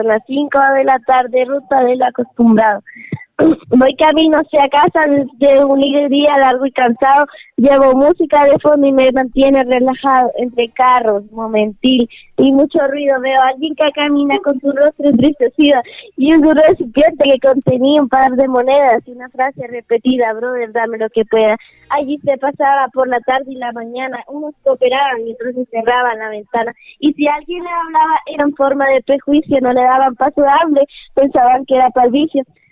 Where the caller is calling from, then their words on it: Tegucigalpa, Francisco Morazán, Honduras; Desde Tegucigalpa